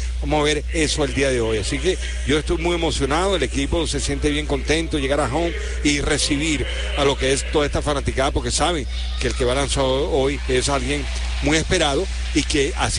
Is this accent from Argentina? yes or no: no; Venezuela; moved away; Yo vengo de Venezuela, hace años que llegué aquí en el año 85, y fue por eso, por jugar béisbol